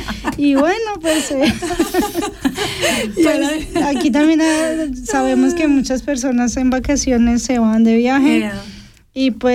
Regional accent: Colombia; now in Switzerland; soy colombiana

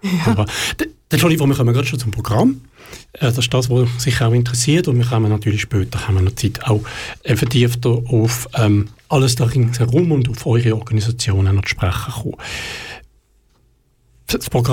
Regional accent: Basel, Basel-Stadt, Switzerland; Ich als Basler würde es wahrscheinlich falsch aussprechen.

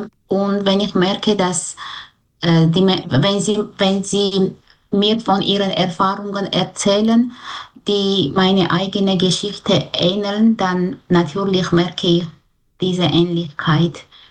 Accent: Armenia; German is a second language; moved away as an adult; now in Switzerland; Ich glaube, jede Person hat nur eine Heimat und meine Heimat ist Armenien, aber die Schweiz ist jetzt meine zweite Zuhause.

